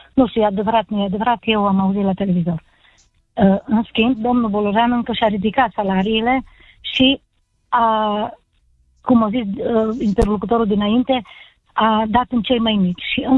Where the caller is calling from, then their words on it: Maramureș County, Romania; Sunt din Maramureș.